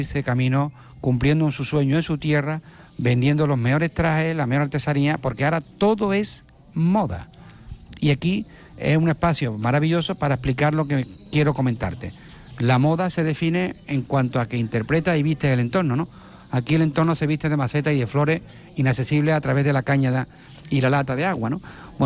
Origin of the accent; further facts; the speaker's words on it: Palma del Río, Andalusia, Spain; yo me siento muy orgulloso como cordobés y como palmeño de tener un paisano tan grande como Manuel Benítez